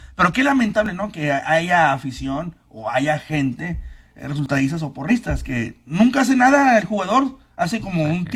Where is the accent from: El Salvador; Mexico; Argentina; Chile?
Mexico; Yo como mexicano, yo siempre he tenido la fe en México.